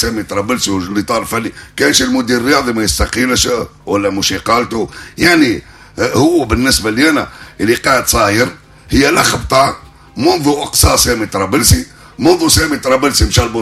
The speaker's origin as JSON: {"language": "Arabic", "country": "Tunisia", "said": "احنا بالنسبه لنا احنا كشعب تونسي احنا نشنزوا كاس عالم"}